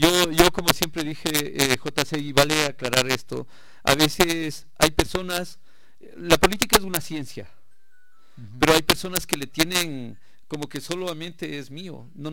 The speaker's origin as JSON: {"language": "Spanish", "town": "Sigchos", "region": "Cotopaxi", "country": "Ecuador", "tie": "born there", "said": "Yo siempre soy un apasionado de la gente de mi tierra, de mi pueblo, de mi querido Cantón Sixchos."}